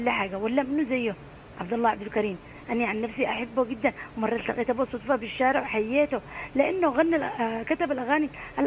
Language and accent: Arabic; Yemen; نحن اليمنيين